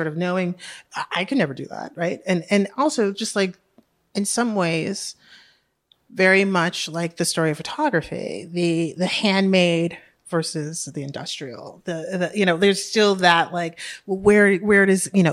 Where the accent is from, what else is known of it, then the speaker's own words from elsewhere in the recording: New York, United States; I grew up in Harlem, but I went to private school on the Upper East Side, right?